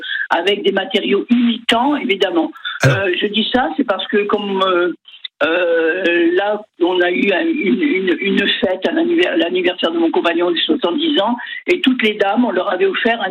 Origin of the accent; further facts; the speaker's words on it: Nouvelle-Aquitaine, France; Chez nous, en Gironde, vous en trouvez un petit peu partout.